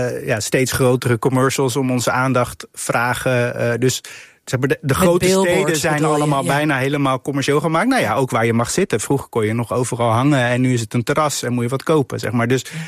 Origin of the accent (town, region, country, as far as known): The Hague, South Holland, Netherlands